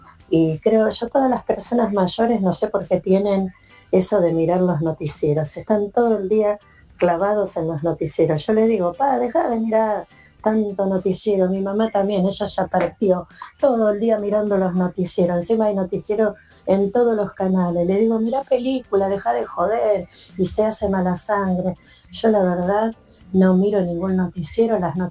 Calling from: González Catán, Buenos Aires Province, Argentina; de González Catán.

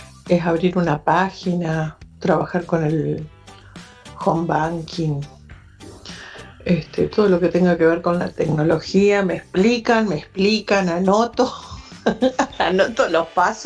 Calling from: Neuquén, Argentina; de Neuquén.

